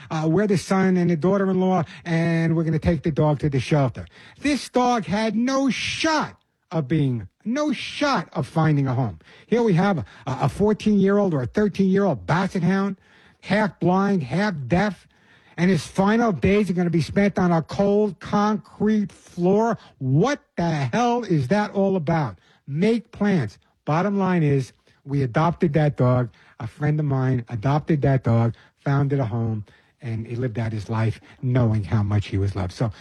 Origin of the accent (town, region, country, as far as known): Queens, New York, United States; accent: New York